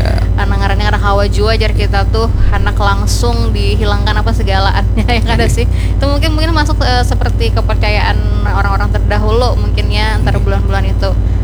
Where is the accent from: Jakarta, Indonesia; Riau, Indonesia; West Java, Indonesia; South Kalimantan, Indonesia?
South Kalimantan, Indonesia; Banjar; kita orang Banjar